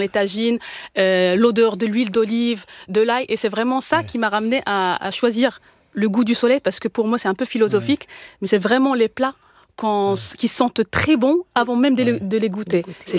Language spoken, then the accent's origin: French; El Jadida, Casablanca-Settat, Morocco; also born or lived in Sefrou; Alors, je suis née à Sefrou, mais j'ai grandi une grande partie de ma vie à El Jadida, c'est une ville côtière.